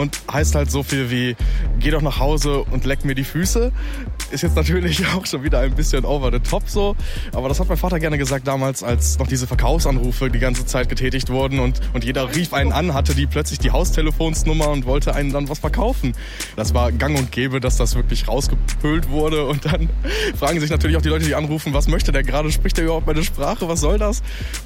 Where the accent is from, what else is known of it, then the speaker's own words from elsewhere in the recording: Lippstadt, North Rhine-Westphalia, Germany; Ich komme aus Lippstadt. Ich habe Wurzeln in Rumänien.